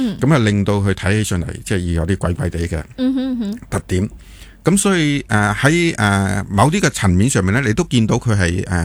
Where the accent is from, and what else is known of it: Hong Kong